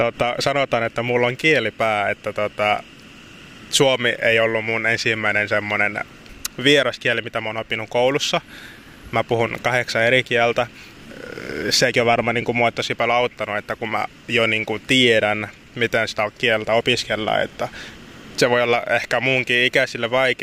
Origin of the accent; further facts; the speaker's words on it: DR Congo; first language Lingala; Finnish is a second language; No mä oon, en tiedä tiedätkö, mutta kongolainen. Niin mä puhun lingala, on niin kuin mun äidinkieli. Sitten mä puhun ranskaa, se on mun toinen kotikieli. Mutta sitten kun mä oon taas vähän niin kuin puoliksi sambialainen, niin mä puhun noin sambian kielet.